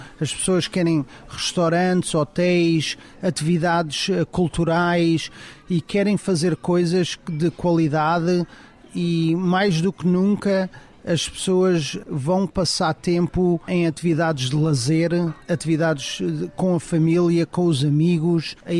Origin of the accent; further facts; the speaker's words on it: Portugal; moved away as an adult; now in West Palm Beach, United States; eu cresci também em Portugal, nós somos um país de futebol